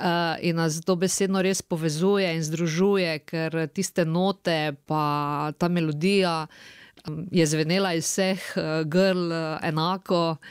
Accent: Šentilj, Drava, Slovenia; ker od tam, odkudre prihajam iz Šentilja, nekak nimamo teh niti dvojezičnih kakšnih sodelovanj, niti se v osnovni šoli naša generacija ni učila nemško

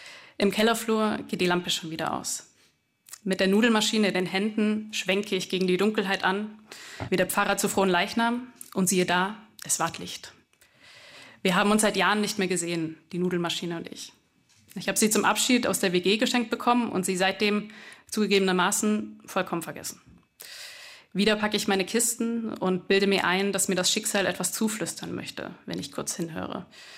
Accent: Tal, Baden-Württemberg, Germany; Nee, also ich komme aus der Nähe von Ulm, aus einem kleinen schwäbischen Dorf, das heißt Tal mit TH, muss man nicht kennen.

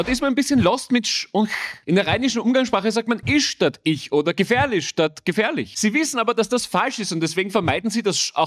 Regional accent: Austria; Bei uns in Österreich ist es der Kirtag oder der Kirchtag.

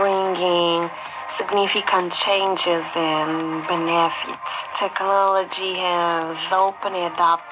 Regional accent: Mozambique; I'm 30 years old and I'm from Mozambique.

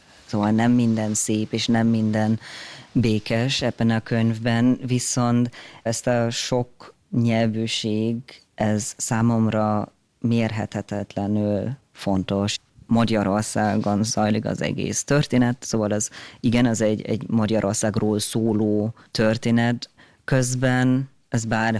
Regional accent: Germany; Hungarian is a second language; Én Németországban egy nagyon, nagyon vidéki helyen nőttem fel, és eléggé konzervatív volt a társadalomot, és hát az a magyar nyelv, ez valahogy, ez nem tudom, ilyen stigmatizált vagy nem tudom. Na, lényeg az, hogy németül beszéltünk

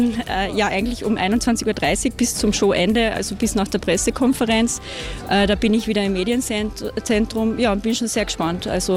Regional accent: Velden, Carinthia, Austria; moved away as an adult; now in Vienna, Austria; Also ich komme ursprünglich aus Velden, bin aber dann wegen des Studiums nach Wien gegangen und bin jetzt eigentlich schon über 20 Jahre in Wien.

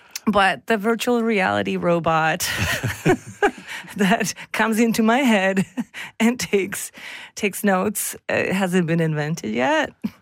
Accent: Bratislava, Bratislava Region, Slovakia; I mean via Toronto, but I was born in Bratislava and raised, yes.

